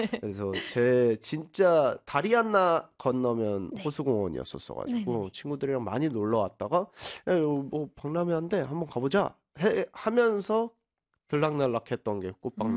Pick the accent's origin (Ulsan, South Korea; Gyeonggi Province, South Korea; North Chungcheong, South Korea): Gyeonggi Province, South Korea; Goyang; 제가 일산 사람이라 그런지는 모르겠지만